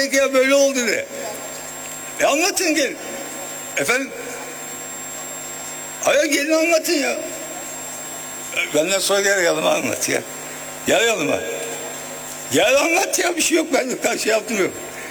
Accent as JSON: {"language": "Turkish", "town": "Ergani", "region": "Diyarbakır Province", "country": "Turkey", "tie": "born there", "said": "Ben Diyarbakır Ergani kasasında doğdum. Bizde öyle bir şey yoktu."}